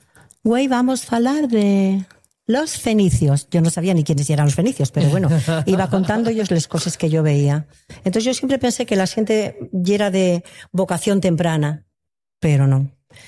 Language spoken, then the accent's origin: Spanish; Avilés, Asturias, Spain; Conocieronse aquí, bueno, yo nací aquí, nací en Avilés, soy avilesina, soy asturiana como la que más.